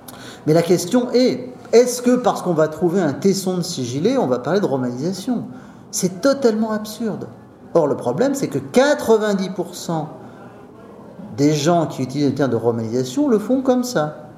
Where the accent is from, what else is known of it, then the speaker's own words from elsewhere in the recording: France; je viens de France.